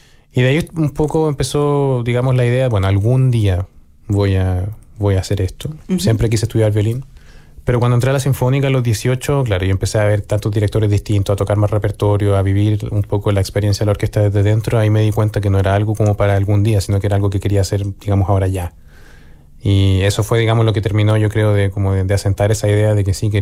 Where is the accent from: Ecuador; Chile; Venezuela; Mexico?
Chile; moved away as an adult; now in Switzerland; yo, si bien vivo en Suiza, me siento en casa ya, pero me sigo sintiendo profundamente chileno.